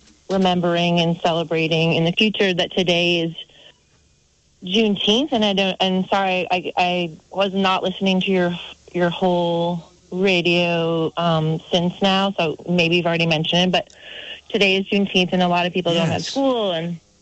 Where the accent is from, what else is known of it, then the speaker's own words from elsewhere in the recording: Boston, Massachusetts, United States; moved away as an adult; Just like I'm from Boston, I grew up in Boston, I came to Vermont, I went to UVM. I went to UVM in 1986